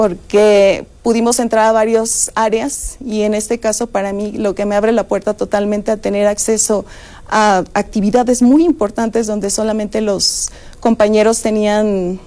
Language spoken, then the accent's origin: Spanish; Irapuato, Guanajuato, Mexico; yo le comento, soy de Irapuato, Guanajuato, no muy lejos, pero mis padres son de una condición humilde.